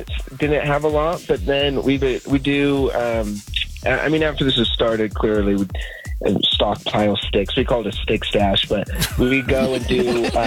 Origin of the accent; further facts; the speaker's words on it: Utah, United States; we're from Utah